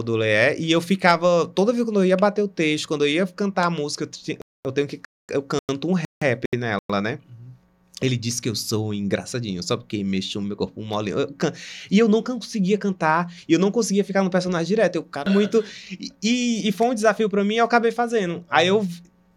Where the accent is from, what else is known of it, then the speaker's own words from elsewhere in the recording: Maranguape, Ceará, Brazil; born there; Nasci em Maranguape.